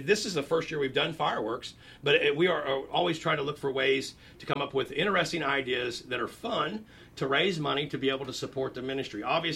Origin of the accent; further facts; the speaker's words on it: Clinton, Missouri, United States; I grew up in Clinton, yep.